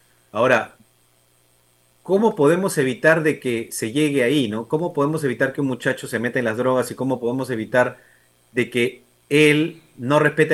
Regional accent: Lima, Peru; born there; yo nací acá en Lima, ya. Pero ¿qué culpa tengo yo de haber nacido aquí? Pero mis papás son del interior.

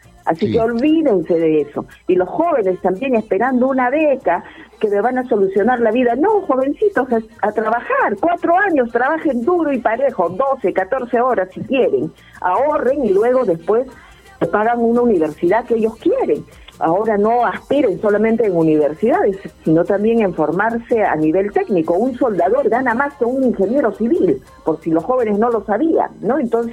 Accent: Tacna, Peru; Tacna, es una ciudad hermosa y donde se respira heroicidad. Ya se podrán imaginar cómo es mi tierra, porque yo soy una mujer tacneña aguerrida, como todas las mujeres tacneñas.

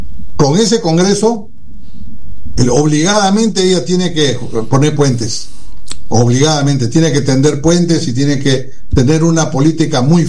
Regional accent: Peru; ¿Qué egoístas somos los peruanos?

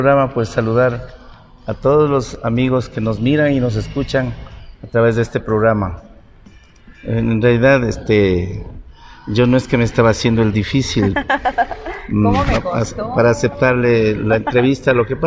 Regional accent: Pimampiro, Imbabura, Ecuador; Porque como nosotros, somos de Pimampiro, en ese tiempo una parroquia, pero nosotros teníamos actividades en el campo, ¿no?

